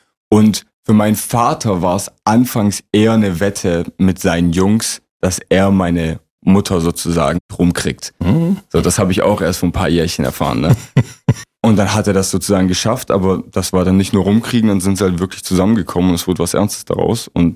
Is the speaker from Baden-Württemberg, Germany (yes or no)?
yes; Leonberg, Baden-Württemberg, Germany; born there; Leonberg.